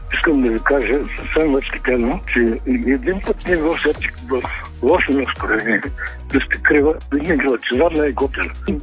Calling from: Burgas, Burgas Province, Bulgaria; Аз съм от Бургас.

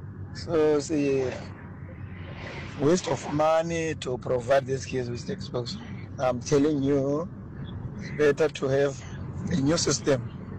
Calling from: Langa, Western Cape, South Africa; from Langa.

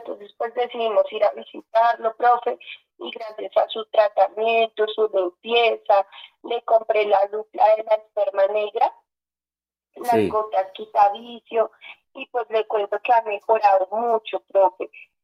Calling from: Chía, Cundinamarca, Colombia; estoy llamando desde Chía, Cundinamarca.

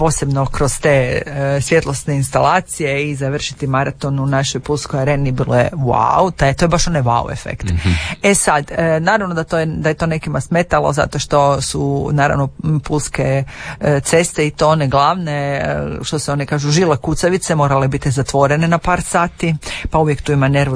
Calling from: Pula, Istria County, Croatia; Pa evo, kod nas u Puli sunce se onako skriva iza oblaka

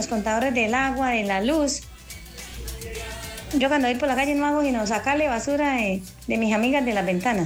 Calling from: Piedecuesta, Santander, Colombia; de Piedecuesta.

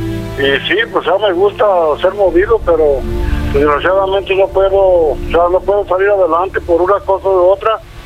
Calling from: San Juan de los Lagos, Jalisco, Mexico; De San Juan de los Lagos, Jalisco.

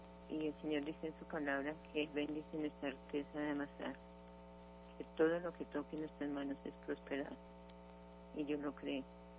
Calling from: Bogotá, Colombia

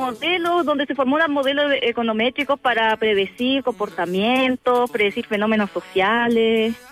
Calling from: Providencia, Santiago Metropolitan Region, Chile; De acá, de Providencia.

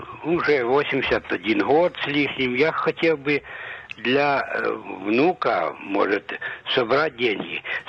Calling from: Dimona, Southern District, Israel; из Димоны.

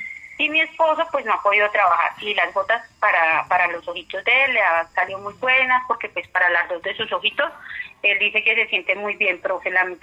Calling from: Murillo, Tolima, Colombia; De aquí, de Murillo, Tolima. Murillo

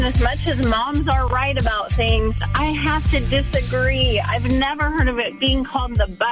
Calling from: Sacramento, California, United States; I am from Sacramento, California.

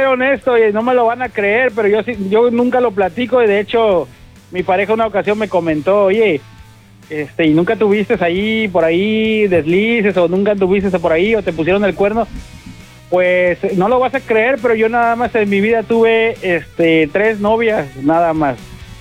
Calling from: Veracruz, Mexico; accent: not coastal; de Veracruz

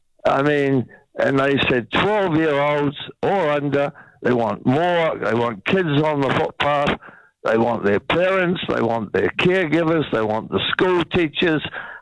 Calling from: Wellington, New Zealand; Now, just prior to the election, now for years, I'm ringing from Wellington.

